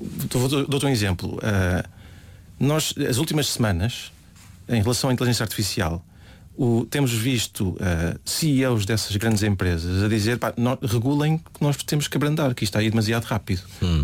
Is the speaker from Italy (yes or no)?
no; Sesimbra, Setúbal, Portugal; now in Lisbon, Portugal; Eu venho de Sesimbra de criação. Eu vim da Rua de São Bento. Moro aqui em Lisboa.